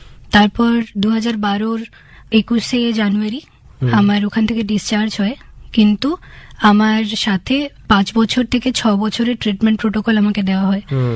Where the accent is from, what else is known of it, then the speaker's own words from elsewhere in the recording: Kuorda, West Bengal, India; now in Ranisarai, India; আমার বাড়ি পশ্চিম মেদিনীপুর জেলার বেলদা থানার কুয়োরদা গ্রামে। কুয়োরদা অত্যন্ত ছোট্ট একটি গ্রাম এবং সেখান থেকে আমি এখন বর্তমানে রানীসরাইতে থাকি, শুধুমাত্র আমার পড়াশুনো সুবিধার জন্য।